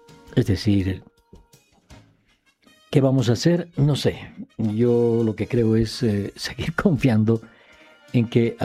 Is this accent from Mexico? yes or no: no; Bolivia